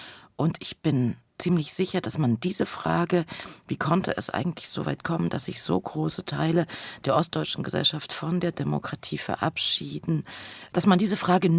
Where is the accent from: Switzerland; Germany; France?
Germany; Leipzig, Saxony; Ich komme aus Leipzig, war 89 mit meiner Mutter auf der Straße.